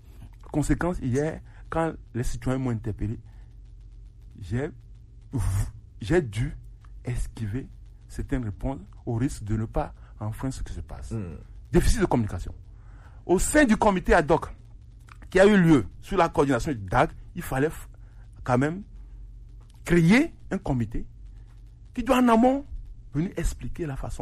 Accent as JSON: {"language": "French", "town": "Lomé", "region": "Maritime", "country": "Togo", "tie": "born there", "said": "Je suis né dans le Golfe 4 à l'Omnava. À l'époque, c'était le 3e arrondissement."}